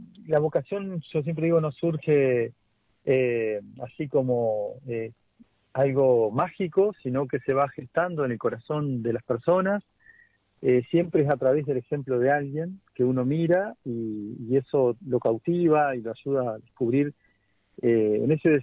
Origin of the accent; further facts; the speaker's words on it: Tacuarembó, Uruguay; also born or lived in Montevideo, Uruguay / Paso de los Toros, Uruguay; Vuelvo a Tacuarembó, estoy un año por acá